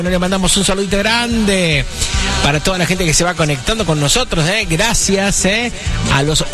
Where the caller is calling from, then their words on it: Río Tercero, Córdoba, Argentina; de Río Tercero. ¿Cómo estás, Alejandro? ¿Todo bien? Te estoy escuchando. Hace un frío acá en Río Tercero.